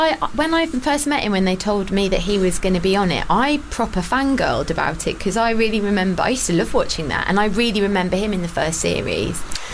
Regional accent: England, United Kingdom; accent: Midlands; And I'm British, and I've got a slightly Midlands accent

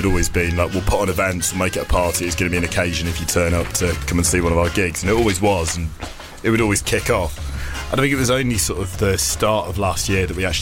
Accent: South East England, United Kingdom; We're from sort of all over the country. Al's from Leeds, Henry's from Cornwall, I'm sort of from Kent and things like that.

